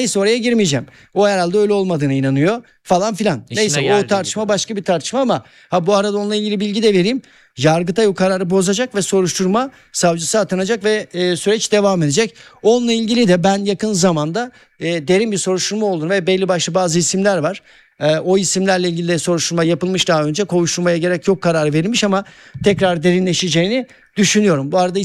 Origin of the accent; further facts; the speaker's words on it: Erzincan, Turkey; Ben çocuktum, ben de Erzincanlıyım.